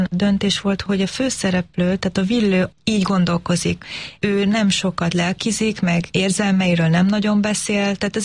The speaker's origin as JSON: {"language": "Hungarian", "country": "Canada", "tie": "born or raised there", "first_language": "English", "second_language": "Hungarian", "moved": "as an adult", "lives_now": "Hungary"}